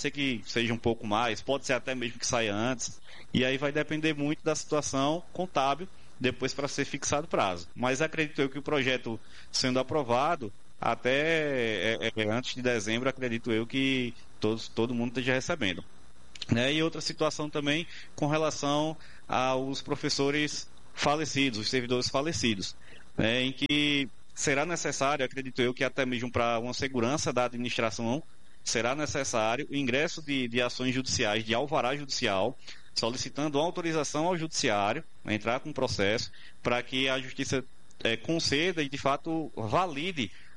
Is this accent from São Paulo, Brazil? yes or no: no; Alagoinha, Pernambuco, Brazil; Eu sou de Alagoinha